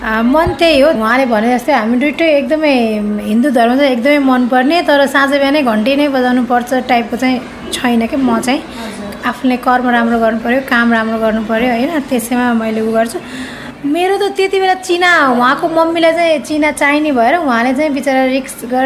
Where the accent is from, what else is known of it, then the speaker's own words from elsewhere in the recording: Butwal, Lumbini Province, Nepal; म चाहिँ अब बुटलमै जन्मेँ, बुटलमै हुर्केँ, अब बिहा चाहिँ काठमाडौँमा भयो।